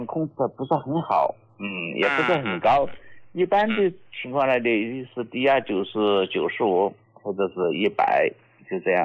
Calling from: Jintang, Sichuan, China; 哎，我来自四川成都金堂县的

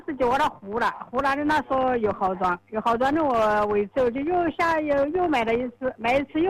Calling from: Qianjiang, Hubei, China; 我是钱江渔阳。

